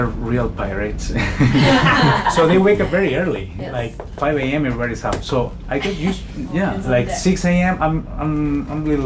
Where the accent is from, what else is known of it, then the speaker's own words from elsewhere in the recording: Spain; moved away; I was born. I mean, I'm from Spain, but I am from Mediterranean. See, that's where I consider myself more Mediterranean than Spaniard, to be honest.